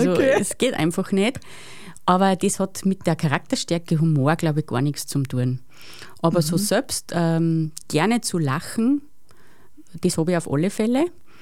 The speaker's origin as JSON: {"language": "German", "town": "Strobl", "region": "Salzburg", "country": "Austria", "said": "Ich komme aus Strobl am Wolfgangsee"}